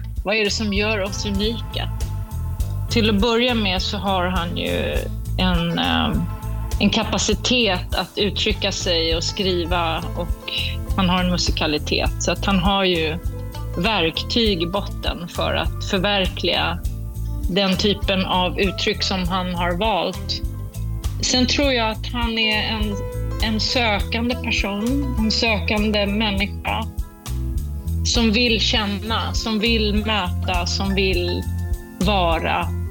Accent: Sweden; och han är från Kanada och jag är från Sverige

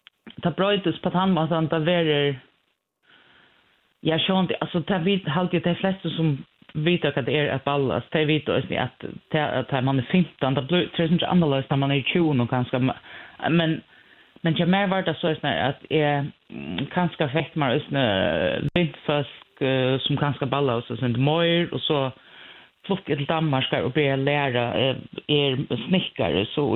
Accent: Klaksvík, Faroe Islands; Swedish is a second language; och jag kommer från Klagsvik. Jag är 48

